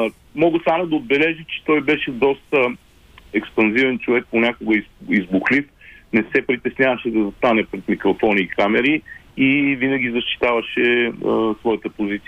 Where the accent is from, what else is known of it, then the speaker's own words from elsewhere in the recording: Plovdiv, Plovdiv Province, Bulgaria; moved away; въпреки че съм от Пловдив, да, в рождение и възпитание, излязах от града през 83-та година